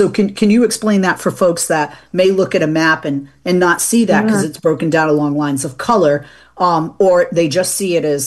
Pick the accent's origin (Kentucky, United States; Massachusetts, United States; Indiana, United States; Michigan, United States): Massachusetts, United States; Boston; I'm from Boston, right? I'm born, bred, raised in Massachusetts.